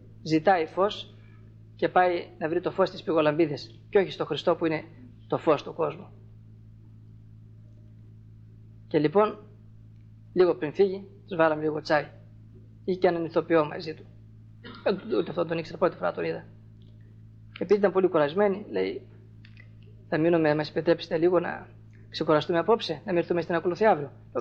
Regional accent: Thessaly, Greece; γιατί εμείς οι Θεσσαλοί, γιατί είναι και πατριώτης μου, είμαι Θεσσαλός.

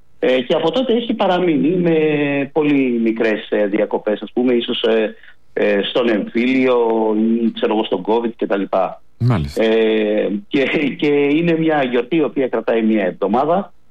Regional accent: Athens, Attica, Greece; moved away

